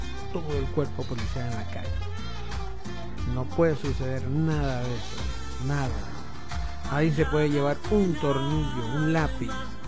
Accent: Venezuela; moved away; nosotros como venezolanos nos aferramos y estamos en otro país y decimos mis hermanos venezolanos.

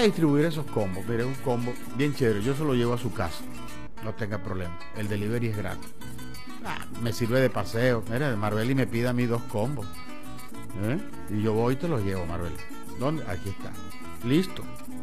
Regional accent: Venezuela; Porque somos venezolanos, lo llevamos en la sangre.

